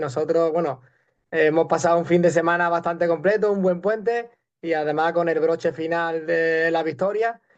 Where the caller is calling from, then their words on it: Ceuta, Spain